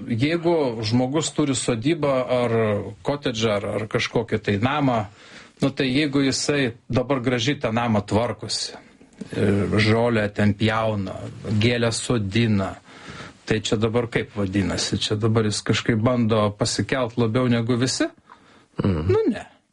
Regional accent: Anykščiai, Utena County, Lithuania; moved away; aš kilęs iš Anykščių

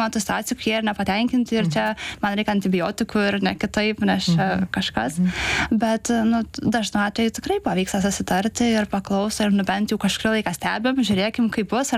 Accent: Kaunas, Kaunas County, Lithuania; aš irgi augau Kaune, bet baigiau Saulės gimnaziją.

